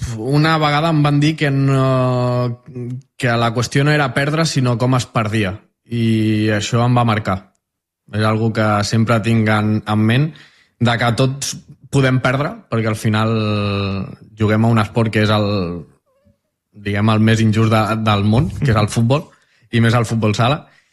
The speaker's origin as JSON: {"language": "Catalan", "town": "Maçanet de la Selva", "region": "Catalonia", "country": "Spain", "said": "jo soc de Massanet."}